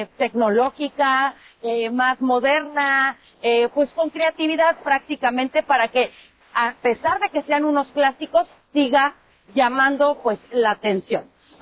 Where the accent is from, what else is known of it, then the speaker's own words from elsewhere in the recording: Mexico; todos trabajamos para un mismo país y somos orgullosamente mexicanos y mexicanas.